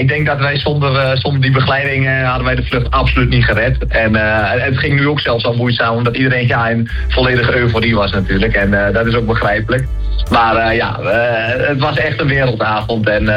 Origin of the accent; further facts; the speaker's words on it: Overijssel, Netherlands; Ja, ik kom uit Twente. Daar zeggen ze van, doe maar normaal.